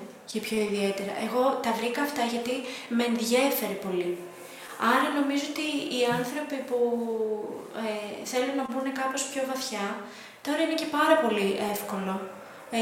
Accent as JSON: {"language": "Greek", "country": "Greece", "tie": "born or raised there", "said": "μεγαλώσαμε στην Ελλάδα με αυτό."}